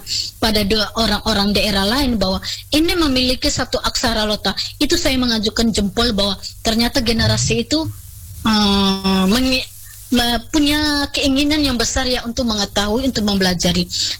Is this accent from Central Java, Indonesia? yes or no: no; Ende, East Nusa Tenggara, Indonesia; alangkah bagusnya kita orang Ende ini, kota Ende ini besar Pak, besar sekali.